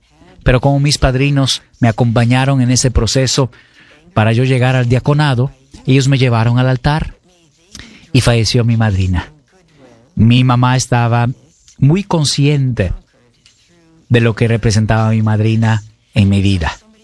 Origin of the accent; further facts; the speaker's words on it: Brazil; now in United States; Yo crecí en Brasil